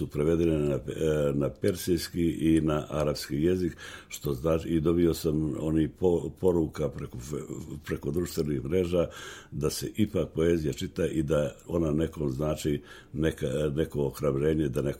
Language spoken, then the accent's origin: Serbian; Vrbica, Montenegro; me zanima život u Beranama, u mom rodnom kraju Vrbici, Petnici i u Crnoj Gori prije svega